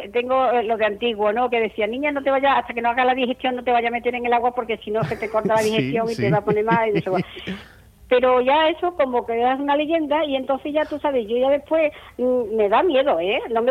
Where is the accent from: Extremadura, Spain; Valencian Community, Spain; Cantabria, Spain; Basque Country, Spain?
Extremadura, Spain; now in El Puerto de Santa María, Spain; Yo soy extremeña, pero vivo en Cádiz desde el 61.